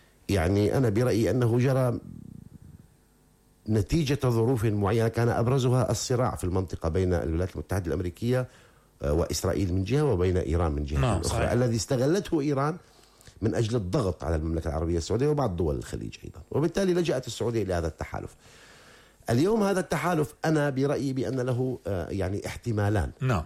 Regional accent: Syria; هل نحن يعني بنشوف حالنا بأنه نحن سوريين؟

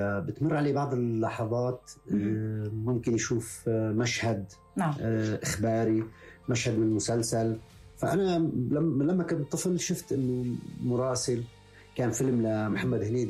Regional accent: Libya; كنت في فترة مع أهلي في ليبيا، طفولتي كلها كانت في ليبيا.

